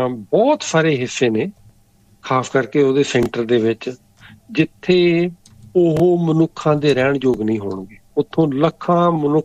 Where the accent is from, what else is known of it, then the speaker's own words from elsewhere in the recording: Amritsar, Punjab, India; moved away as an adult; ਮੈਂ ਵੀ ਉਸੇ ਤੇ ਜੰਮਿਆ ਪੜਿਆ, 22 ਸਾਲ ਤੱਕ ਮੈਂ ਉੱਥੇ ਰਿਹਾ